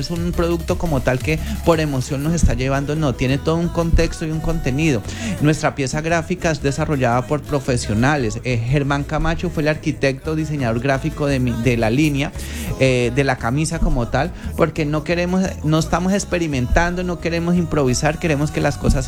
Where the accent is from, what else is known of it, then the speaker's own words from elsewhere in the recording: San Vicente del Caguán, Caquetá, Colombia; born there; now in Neiva, Colombia; No, soy nacido en Valsilla, San Vicente del Caguán, Caquetá, pero radicado en la ciudad de Neiva más de 25 años. O sea, soy más opita que la chira, que la aguardiente doblianís y que el propio alfandoque.